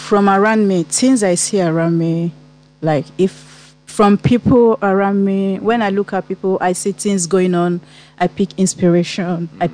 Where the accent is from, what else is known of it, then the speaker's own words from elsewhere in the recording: Nigeria; I'm Nigeria.